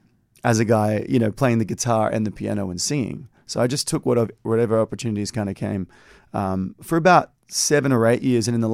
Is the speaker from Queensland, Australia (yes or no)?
yes; Cairns, Queensland, Australia; moved away as an adult; now in Melbourne, Australia; I was originally from Cairns. So I moved to Melbourne and I was really kind of lost because I didn't know anybody when I moved here.